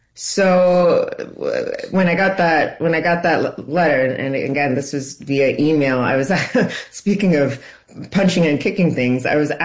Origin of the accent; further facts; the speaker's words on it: Dallas, Texas, United States; moved away; I was in Dallas, that's my hometown